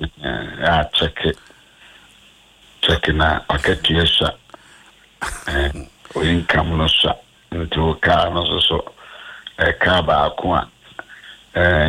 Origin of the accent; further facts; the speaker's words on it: Jamaica; So, okay, patience, dear. I'm a Jamaican.